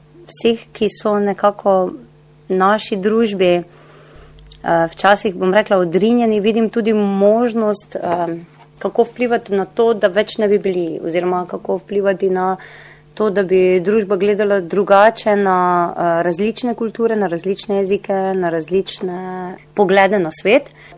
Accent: Dokležovje, Pomurska, Slovenia; Rojena sem v Dokležuju, kjer je tudi živi manjša romska skupnost.

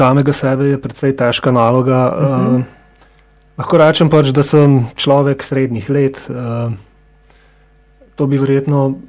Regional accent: Novo Mesto, Southeast Slovenia, Slovenia; also born or lived in Suha Krajina / Ljubljana; Moji najbolj intimni spomini na otroštvo se vežejo v bistvu res na Novo mesto, v bistvu vežejo pa se tudi na podeželje, v bistvu, kjer sem pač pomagal stari mami na kmetiji v Suhi krajini.

